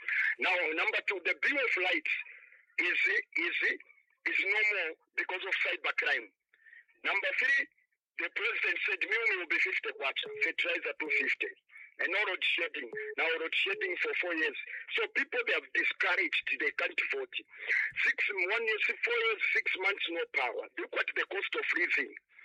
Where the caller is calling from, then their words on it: Sri Lanka; I'm calling you from Sri Lanka.